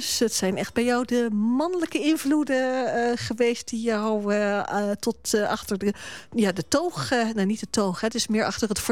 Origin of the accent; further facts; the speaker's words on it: Netherlands; als Hollander en niet kok